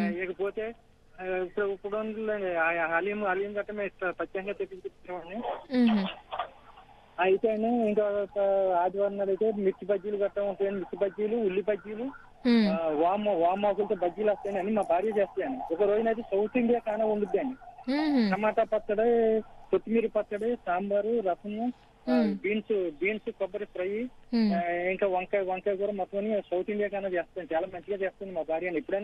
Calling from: Hyderabad, Telangana, India; జూబీల్స్ నుంచి మాట్లాడుతున్నానండి.

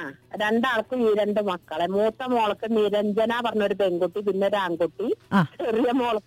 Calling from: Cherpulassery, Kerala, India; ചെർപ്പളശ്ശേരി എന്നുള്ള സ്ഥലത്തുനിന്ന

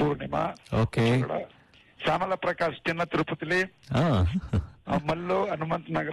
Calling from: Chamarajanagar district, Karnataka, India; accent: Kannada; Telugu is a second language; నేను కర్ణాటక నుంచి sir, HP ఉచ్చేగూడ అలగాపురం గ్రామ అనవర్తలకు చామరాజనగర్ జిల్లా నుంచి మాట్లాడుతాను సార్.

